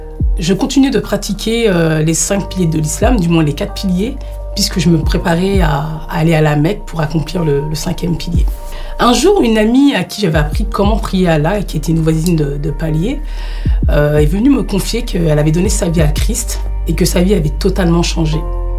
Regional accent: Paris, Île-de-France, France; française d'origine malienne et j'ai grandi à Paris. Et j'ai grandi dans une famille musulmane.

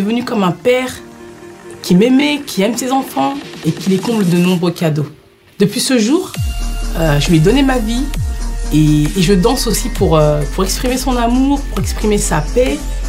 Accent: Paris, Île-de-France, France; française d'origine malienne et j'ai grandi à Paris. Et j'ai grandi dans une famille musulmane.

